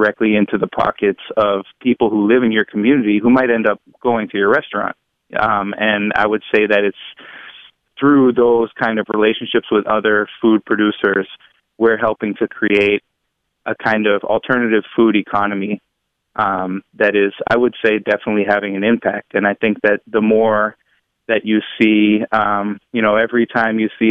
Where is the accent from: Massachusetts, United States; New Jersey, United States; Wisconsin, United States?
Massachusetts, United States; Dorchester; I grew up in Dorchester, and I certainly didn't think that I could become a farmer.